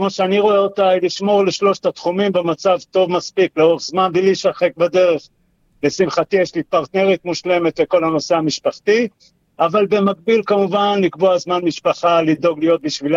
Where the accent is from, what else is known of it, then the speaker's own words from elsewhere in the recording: Haifa, Haifa District, Israel; אני יליד חיפה